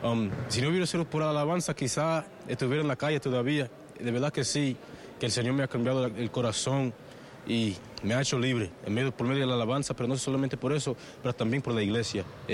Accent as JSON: {"language": "Spanish", "country": "Dominican Republic", "moved": "yes", "lives_now": "United States", "said": "amén. Soy dominicano, pero vivo en Estados Unidos."}